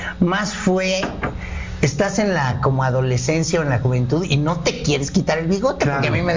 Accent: Mexico City, Mexico; born there; No, yo nací, en la Ciudad de Méxic

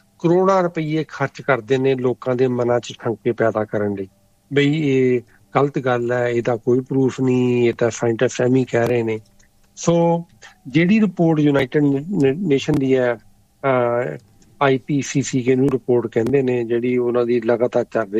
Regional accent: Amritsar, Punjab, India; ਮੈਂ ਹਾਂਜੀ ਮੈਂ ਵੀ ਉਸ ਵਿੱਚ ਜੰਮਿਆ ਪੜਿਆ, 22 ਸਾਲ ਤੱਕ ਮੈਂ ਉੱਥੇ ਰਿਹਾ

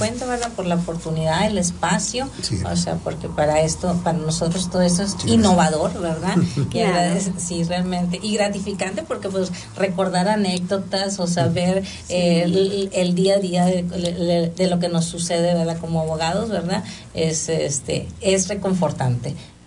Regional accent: Agujita, Coahuila, Mexico; moved away as an adult; also born or lived in Saltillo; Ustedes, pues, gracias a Dios, eran de la capital del estado, pero pues yo no, yo sí tuve que emigrar de Agujita, tuve que emigrar a Saltillo para poder estudiar mis 5 años en la universidad.

